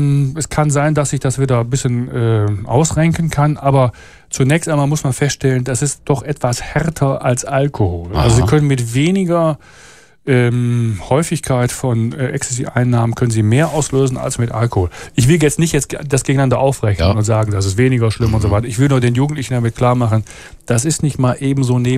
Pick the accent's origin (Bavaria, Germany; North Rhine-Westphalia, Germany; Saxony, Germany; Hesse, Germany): North Rhine-Westphalia, Germany; Düsseldorf; Ich komme von Düsseldorf.